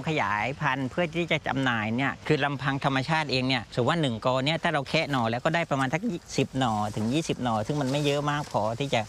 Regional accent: Phatthalung, Thailand; moved away as an adult; now in Nonthaburi, Thailand; ผมบอกว่าผมไม่ใช่ผมภูมิลำเนาอยู่จังหวัดพัทลุง

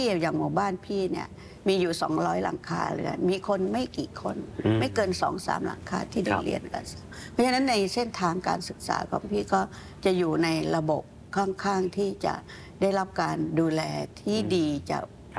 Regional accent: Yala, Thailand; ะลาพี่เป็นคนยะลาเป็นคนยะลาอยู่ตำบลลำไหมอำเภอเมืองแล้วก็สังคมที่นั่นก็จะเป็นสังคมของพี่น้องมุสลิมค่อนข้างจะเยอะแต่ก็มีความหลากหลายของทั้งพี่น้องจีนพี่น้องพุทธก็อยู่ด้วยกัน

